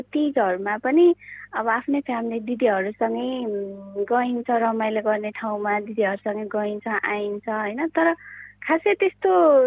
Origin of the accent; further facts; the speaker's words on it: Udayapur, Koshi Province, Nepal; अनि मेरो घर चाहिँ उदयपुर हो